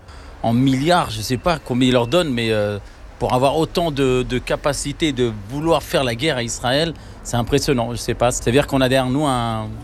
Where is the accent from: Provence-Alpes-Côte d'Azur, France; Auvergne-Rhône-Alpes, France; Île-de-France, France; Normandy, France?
Île-de-France, France; Paris; Ah, moi, je suis sur Terre depuis 56 ans. J'habite le 20e arrondissement depuis 56 ans.